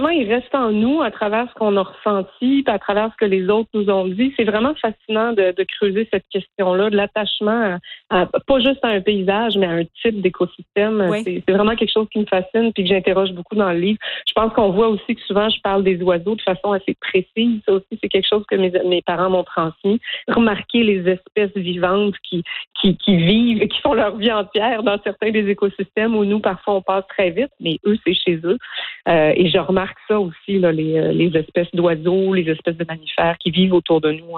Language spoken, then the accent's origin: French; Ontario, Canada; je suis née en Ontario, j'ai grandi en Ontario.